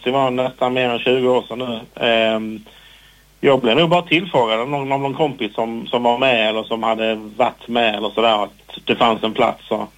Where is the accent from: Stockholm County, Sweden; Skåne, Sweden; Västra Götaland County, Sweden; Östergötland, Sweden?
Skåne, Sweden; Kristianstad; moved away as an adult; Jag kom från Kristianstad från början, den var ganska stark. Sen kom jag till Lund i mitten på 90-talet